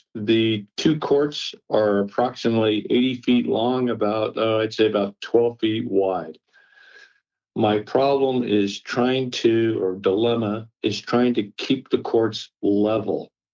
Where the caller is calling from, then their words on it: Moraga, California, United States; I'm calling from Moraga, California.